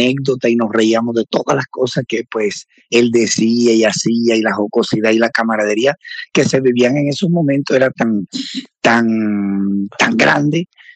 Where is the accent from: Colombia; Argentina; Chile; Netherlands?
Colombia; Caribbean coast; pues como todo colombiano, salimos a los Campos de Elíseos, cerquita del Arco del Triunfo, pues a prácticamente oxigenarnos un poquitico, pero como buenos costeños